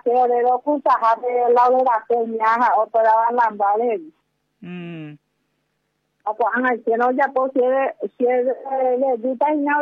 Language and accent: Spanish; Mexico; Sí, soy de México, ahora es ahí.